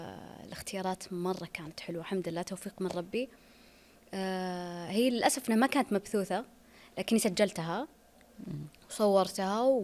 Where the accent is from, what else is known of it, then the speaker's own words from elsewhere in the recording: Saudi Arabia; لا أنا سعودية